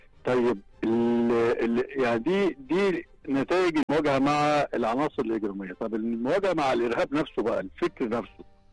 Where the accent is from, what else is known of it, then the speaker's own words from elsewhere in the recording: Egypt; عندنا في مصر يعني رقم ضخم من المؤسسات الثقافية